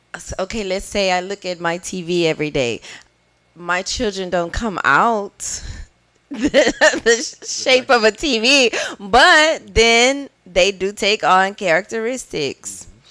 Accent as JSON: {"language": "English", "region": "Texas", "country": "United States", "tie": "born or raised there", "said": "we growing up in East Texas"}